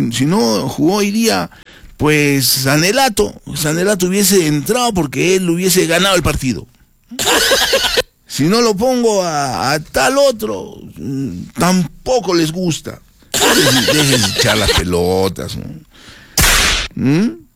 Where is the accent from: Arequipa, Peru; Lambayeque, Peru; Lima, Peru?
Arequipa, Peru